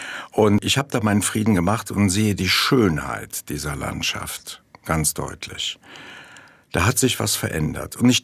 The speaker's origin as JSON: {"language": "German", "town": "Mayen", "region": "Rhineland-Palatinate", "country": "Germany", "tie": "born or raised there"}